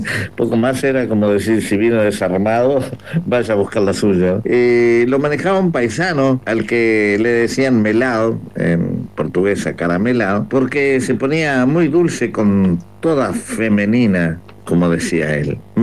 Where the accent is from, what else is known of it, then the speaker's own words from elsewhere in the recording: Artigas, Uruguay; un boliche en el arrabal de mi pueblo, allá en Artigas